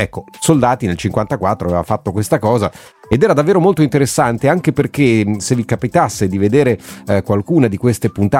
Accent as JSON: {"language": "Italian", "town": "Bologna", "region": "Emilia-Romagna", "country": "Italy", "said": "io sono di Bologna come sapete"}